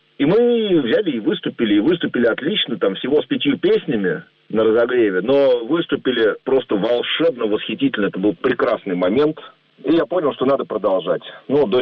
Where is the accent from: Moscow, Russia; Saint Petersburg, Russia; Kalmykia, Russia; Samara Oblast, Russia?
Moscow, Russia; Собираем в Можайске обычно несколько больше народу, чем у себя на родине в Москве.